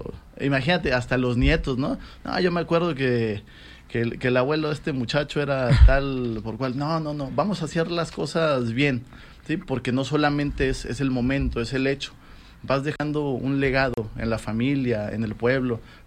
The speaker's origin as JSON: {"language": "Spanish", "town": "Guerrero", "country": "Mexico", "said": "yo soy de Guerrero, del municipio de Guerrero."}